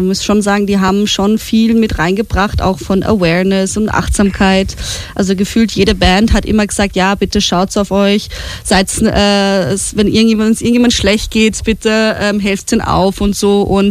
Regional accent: Austria; Bei uns in Österreich.

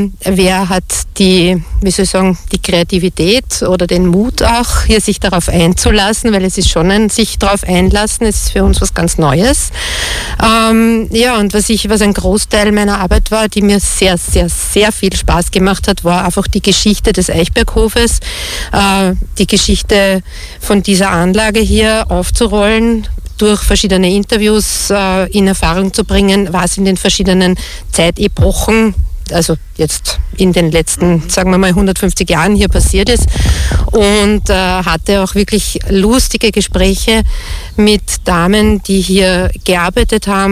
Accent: Oberaubach, Lower Austria, Austria; born there; Ich bin geboren in Oberaubach. Ich habe meine Vorfahren unspektakulärerweise alle in der Umgebung.

